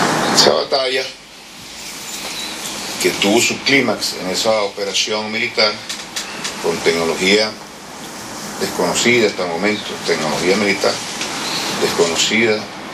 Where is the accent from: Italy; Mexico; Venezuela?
Venezuela; en la defensa de nuestra patria y de nuestro presidente Nicolás Maduro